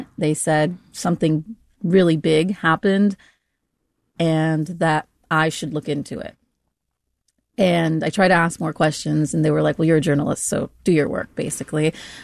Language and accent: English; Chowchilla, California, United States; born or raised there